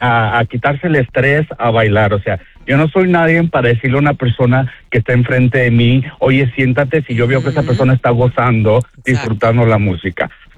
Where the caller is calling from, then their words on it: Phoenix, Arizona, United States; hablo de Arizona, Phoenix.